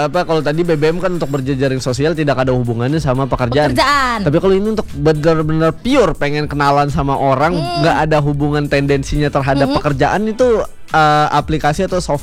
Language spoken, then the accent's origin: Indonesian; France; aku gede di Perancis.